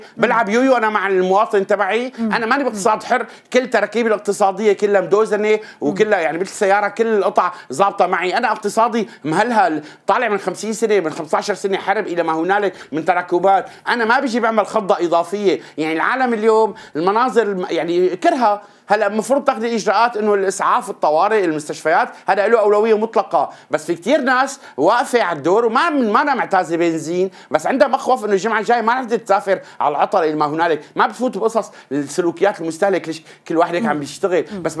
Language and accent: Arabic; Syria; عندنا بسوريا